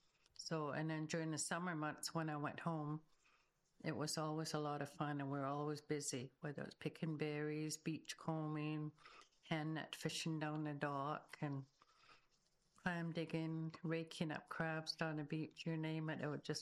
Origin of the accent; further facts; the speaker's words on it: Turner Island, British Columbia, Canada; also born or lived in Alert Bay / Fort Rupert; I was born in Alert Bay and then raised for a little bit of time here in Tsakis, Fort Rupert. And then my grandparents, then I grew up in Turner Island and I grew up with them.